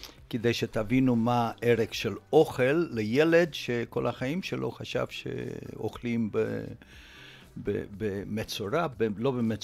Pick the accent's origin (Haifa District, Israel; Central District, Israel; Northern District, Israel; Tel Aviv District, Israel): Central District, Israel; Hadassim; Hebrew is a second language; also born or lived in Romania; גדלתי בהדסים ליד נתניה, זה היה בית ספר חקלאי עם פנימיה של עליית הנוער, ושמה למדתי בפעם הראשונה בחיים שלי עברית